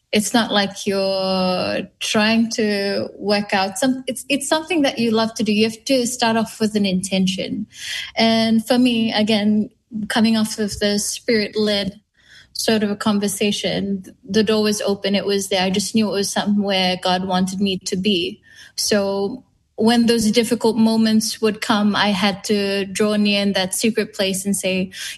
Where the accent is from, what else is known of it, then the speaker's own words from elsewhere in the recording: Nekorokoro, Eastern Division, Fiji; my Vasu link, I am from Nekorokoro in the Tikina of Sanima in Kandavu. So, Southern girl at heart, representing the North.